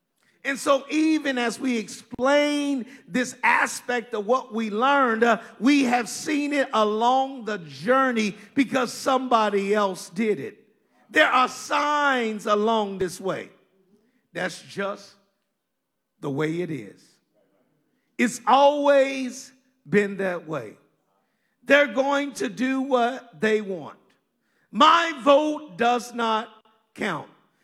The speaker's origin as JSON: {"language": "English", "region": "Kansas", "country": "United States", "accent": "country", "moved": "yes", "lives_now": "Brooklyn, United States", "said": "I'm from Kansas. I know I pastor in Brooklyn, but I'm from Kansas, so sometimes, you know, my country accent gets in the way."}